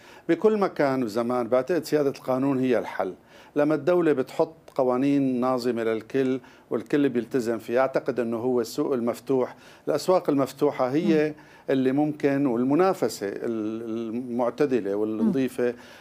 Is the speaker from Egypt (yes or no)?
no; Syria; عندنا بسوريا